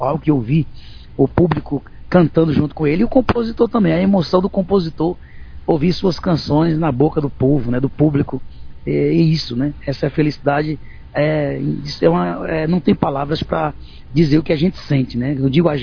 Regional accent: the sertão, Northeast Brazil, Brazil; moved away; Eu nunca imaginei de onde vim, né? Do sertão, do interior.

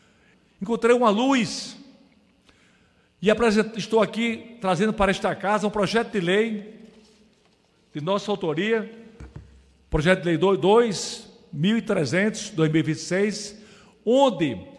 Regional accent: Rio Grande do Norte, Brazil; Trago aqui um relato lá do meu estado, do meu amado Rio Grande do Norte, de Natal

